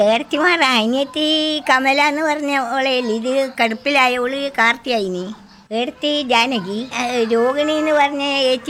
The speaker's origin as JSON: {"language": "Malayalam", "town": "Mundorappoyil", "region": "Kerala", "country": "India", "said": "എന്റെ വീട് അങ്ങ് മുണ്ടോറപ്പൊയിലെന്ന് പറയും."}